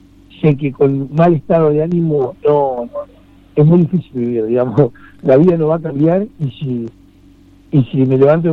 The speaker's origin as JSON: {"language": "Spanish", "town": "Caracas", "region": "Capital District", "country": "Venezuela", "said": "somos orgullosamente caraqueños y es como más que la ciudad de donde nos formamos"}